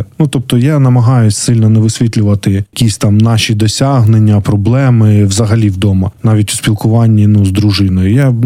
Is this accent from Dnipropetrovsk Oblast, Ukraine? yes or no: yes; Kryvyi Rih, Dnipropetrovsk Oblast, Ukraine; вуз у моєму рідному Кривому Розі і продовжив навчання в рідному місті.